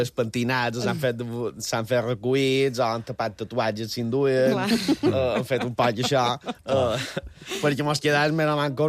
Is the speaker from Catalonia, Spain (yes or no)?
no; Felanitx, Balearic Islands, Spain; perquè era Falanitx i jo, per m'agrada col·laborar en coses del meu poble.